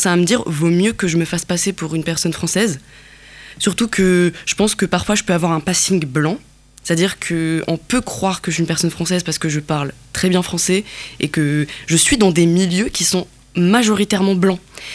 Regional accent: Kabylie, Algeria; moved away; donc je suis kabyle, j'ai grandi en Algérie et je suis amazir, comme je suis kabyle, et aussi, j'ai vécu la migration, en fait.

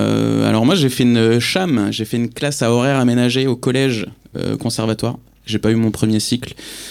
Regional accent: Bourges, Centre-Val de Loire, France; moi, je suis de Bourges, donc je suis un enfant du Nadir, notamment.

